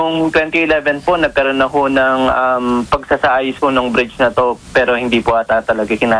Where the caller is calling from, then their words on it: Tarlac, Central Luzon, Philippines; Taga Matatalay po ako, tabing barangay ho ng San Isidro.